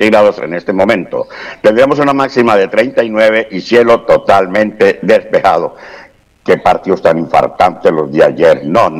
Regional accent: Guadalajara, Jalisco, Mexico; now in Colombia; mi tierra Guadalajara

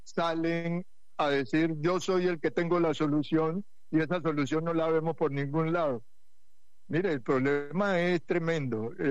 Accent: Buenaventura, Valle del Cauca, Colombia; todos los bonaverenses

